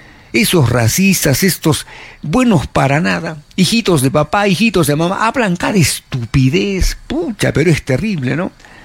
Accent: Peru

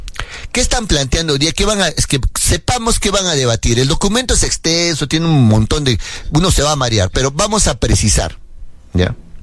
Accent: Caylloma province, Arequipa, Peru; mi provincia de Cayoma.

